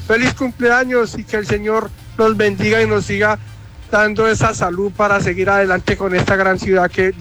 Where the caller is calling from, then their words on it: Quindío, Colombia; Me siento muy orgulloso de ser colombiano, pero más orgulloso me siento de ser quindiano. Si cuando muera volviera a nacer, quindiano quiero ser.